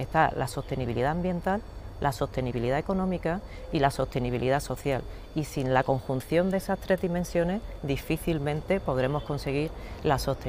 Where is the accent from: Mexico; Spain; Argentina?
Spain; Pozo Alcón, Andalusia; Como saben, yo soy de Jaén, soy de Pozo Alcón, soy poceña